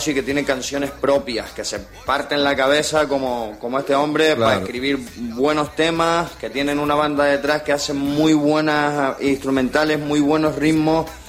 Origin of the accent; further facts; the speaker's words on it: Canary Islands, Spain; porque como buen canario, yo soy el primero al que le gusta ir a una fiestita